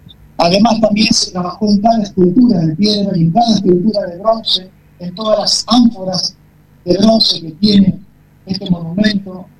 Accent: Santa Fe, Argentina; somos los santafesinos los que tenemos una historia de sobreponernos y seguir adelante

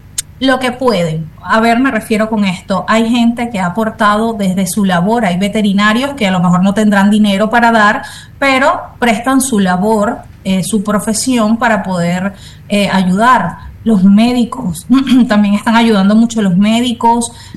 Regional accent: Venezuela; Entonces sí, ciertamente nosotros como venezolanos entre todos nos ayudamos.

